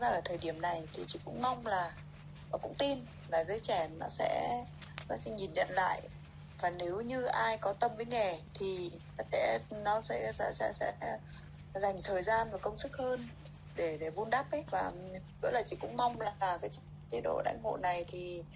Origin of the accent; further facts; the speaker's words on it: Northern Vietnam, Vietnam; Thật ra là không phải mình chị đâu, mà các nghệ sĩ ở ngoài Bắc vào hay được giải cao lắm